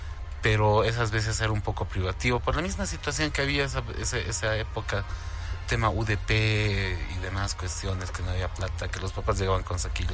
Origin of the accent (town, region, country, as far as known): Bolivia